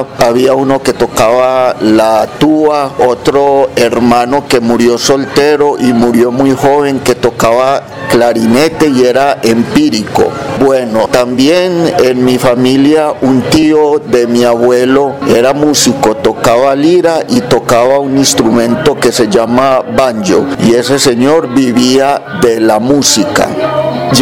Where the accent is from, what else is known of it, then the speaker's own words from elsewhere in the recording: Girardota, Antioquia, Colombia; soy del municipio de Girardota, soy músico